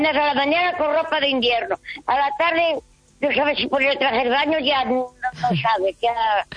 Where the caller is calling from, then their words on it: Spain; como somos españoles y como cada región tiene su diferencia de clima, es increíble.